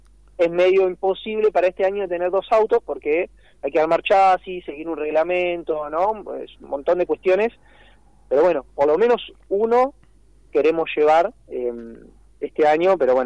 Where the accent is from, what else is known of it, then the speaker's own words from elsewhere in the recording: Pilar, Buenos Aires Province, Argentina; yo soy de Pilar en realidad, pero doy clases allá. Acá en Pilar